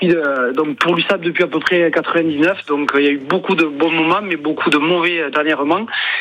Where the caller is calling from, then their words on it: Occitanie, France; je vis en Haute-Garonne, mais mon cœur est totalement catalan